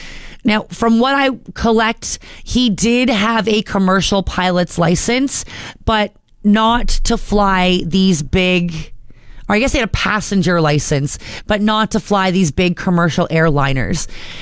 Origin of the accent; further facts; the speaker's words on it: Barrie, Ontario, Canada; my hometown of Barrie, Ontario.